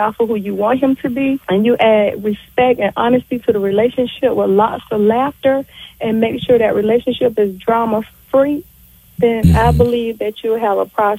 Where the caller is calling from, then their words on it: Georgia, United States; I'm calling from Georgia.